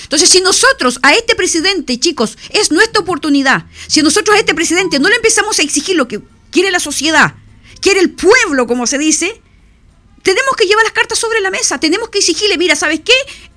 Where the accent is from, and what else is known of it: Chile